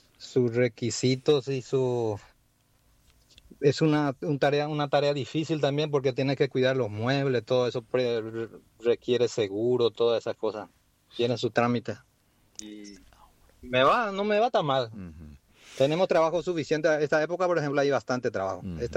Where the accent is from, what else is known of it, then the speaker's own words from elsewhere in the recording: Paraguay; now in United States; Salí de Paraguay, pero Paraguay nunca salió de mí.